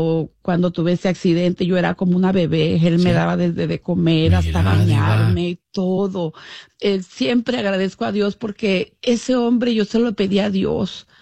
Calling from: Coachella, California, United States; yo vivo en Coachella, pero voy a Los Ángeles donde viven mis paisanos

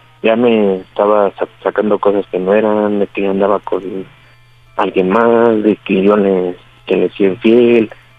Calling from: Mexico City, Mexico; 33, soy de la Ciudad de México, de la denominación Tlalpan

